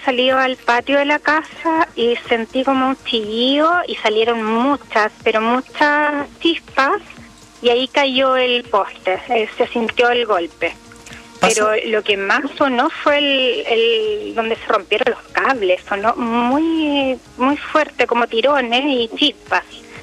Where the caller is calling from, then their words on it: Valdivia, Los Ríos, Chile; Yo soy vecina del sector de Bulnes.